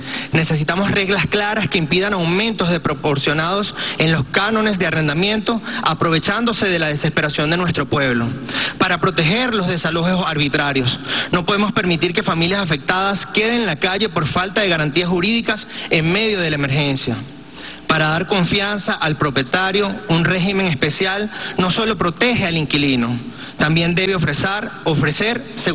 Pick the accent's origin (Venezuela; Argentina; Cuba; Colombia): Venezuela; solidaridad a nuestro pueblo en medio de estas circunstancias tan complejas y difíciles que vivimos como venezolanos.